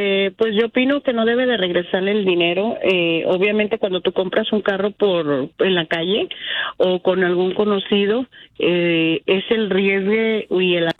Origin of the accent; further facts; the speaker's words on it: Jalisco, Mexico; No, señor, soy de Jalisco, ¿cuál?